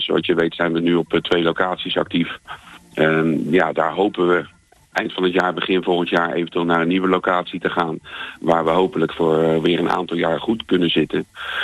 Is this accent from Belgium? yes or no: no; The Hague, South Holland, Netherlands; born there; now in Alphen aan de Rijn, Netherlands; is 59 jaar, geboren in Den Haag. Naar het mooie Alphen aan de Rijn gekomen omdat ik de winkel gestart